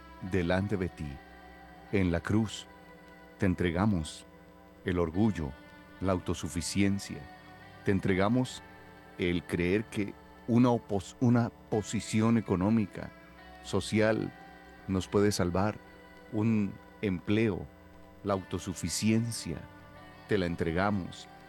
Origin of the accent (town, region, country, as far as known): Colombia